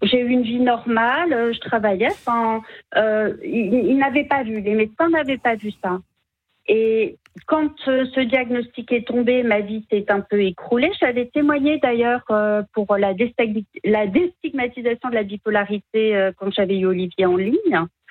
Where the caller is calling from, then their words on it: Reims, Grand Est, France; moi je suis de Reims